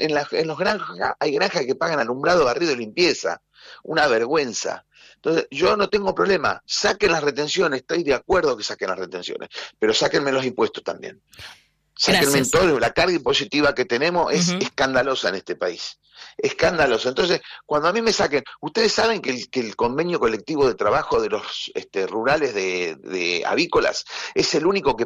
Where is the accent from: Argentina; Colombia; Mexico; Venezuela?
Argentina; Marcos Paz, Buenos Aires Province; Yo en Marcos Paz, que soy de Marcos Paz, prácticamente hoy son muy pocos los que siembran maíz.